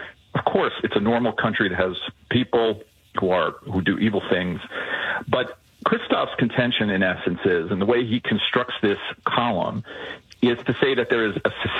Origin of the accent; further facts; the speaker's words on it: United States; because I'm Jew and because I'm an American, but also because I'm a journalist